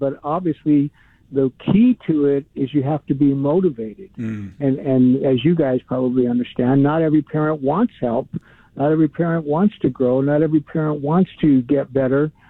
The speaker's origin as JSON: {"language": "English", "town": "Los Angeles", "region": "California", "country": "United States", "tie": "born or raised there", "said": "But even myself, when I grew up, and I grew up in Northeast LA, which is, you know, there's known for violence and gangs and drugs and things like that."}